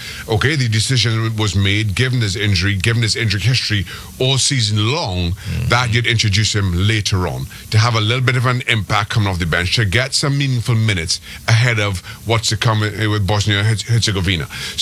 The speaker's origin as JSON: {"language": "English", "country": "Trinidad & Tobago", "tie": "born or raised there", "said": "I am not American. I grew up in Trinidad Tobago. I played my football there."}